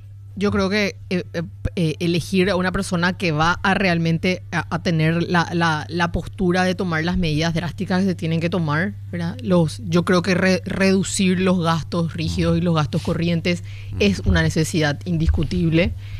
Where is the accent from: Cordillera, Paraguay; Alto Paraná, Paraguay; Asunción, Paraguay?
Asunción, Paraguay; yo soy asuncena y pago impuestos